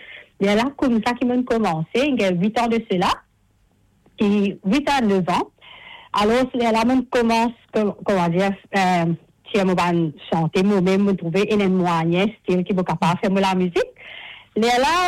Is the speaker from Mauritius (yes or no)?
yes; Rose Hill, Mauritius; moved away as an adult; now in Sydney, Australia; À Maurice, moi, j'habite à Roseville, plus précisément, partie Stanley.